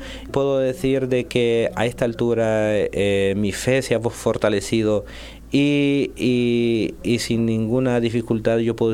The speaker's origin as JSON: {"language": "Spanish", "town": "Curarén", "region": "Francisco Morazán", "country": "Honduras", "tie": "born there", "also_born_or_lived": "Tegucigalpa", "said": "Nací en Curarén, un municipio de Francisco Morazán, y hice mis estudios secundarios y también de formación policial en Tegucigalpa"}